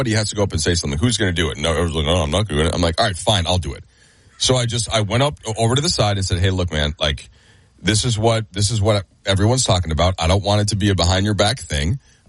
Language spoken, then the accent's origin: English; Minneapolis, Minnesota, United States; Yeah, western suburbs of Minneapolis.